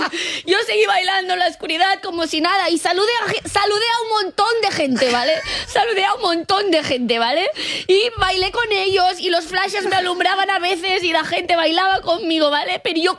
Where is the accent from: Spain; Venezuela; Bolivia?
Spain; Catalonia; soy catalana